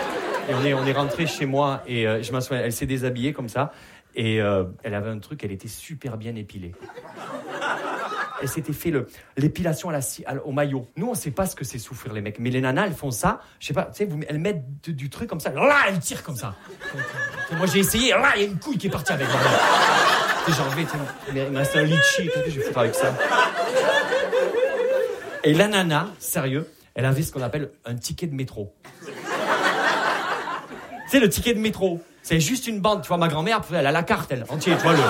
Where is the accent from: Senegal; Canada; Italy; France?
France; Perpignan, Occitanie; Vous l'entendez à mon accent, je ne viens pas de Paris. Je viens de Perpignan.